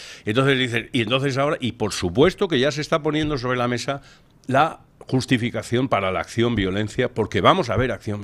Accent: Spain; para mí como español

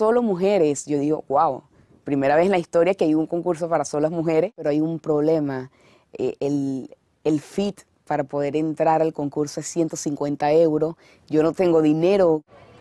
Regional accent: Venezuela; Era mi primera vez saliendo de Venezuela y montándome en un avión.

